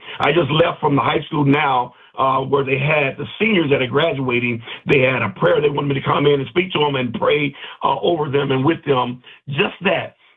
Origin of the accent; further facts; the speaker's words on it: Arizona, United States; right here in my own backyard, my hometown